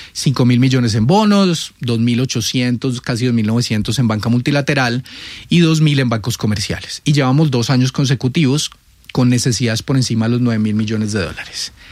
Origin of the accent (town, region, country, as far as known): Colombia